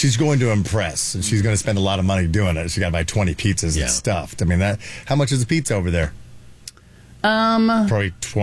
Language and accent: English; Atlanta, Georgia, United States; You know I'm from Atlanta, home of Georgia peaches.